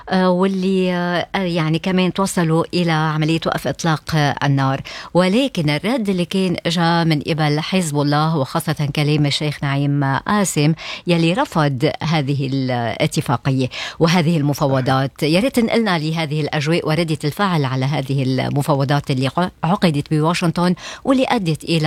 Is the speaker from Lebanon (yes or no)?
yes; Lebanon; عندنا بلبنان